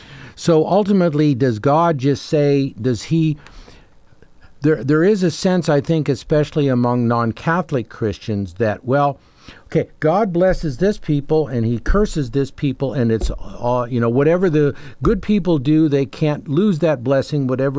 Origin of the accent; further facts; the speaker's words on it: Saskatchewan, Canada; I'm from Saskatchewan, and the northern part of Saskatchewan, north of Saskatoon, a lot of lightning strikes.